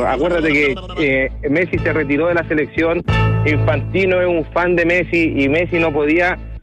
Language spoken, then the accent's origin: Spanish; Chile; yo soy chileno